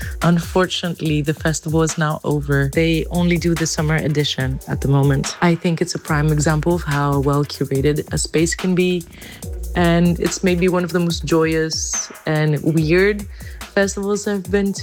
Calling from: Greece; I'm listening in from Greece

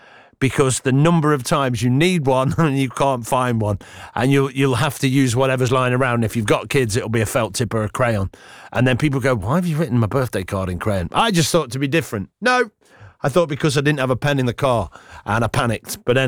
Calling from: Alberta, Canada; Just wanted to say I'm listening in from Alberta in Canada.

